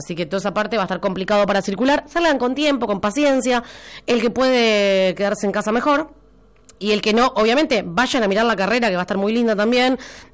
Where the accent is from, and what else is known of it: Argentina